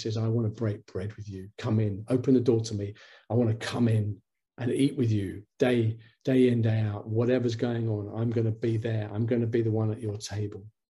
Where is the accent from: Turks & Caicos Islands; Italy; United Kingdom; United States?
United Kingdom; London; I grew up in London. I still am a Londoner, but South London was a bit edgy when I was growing up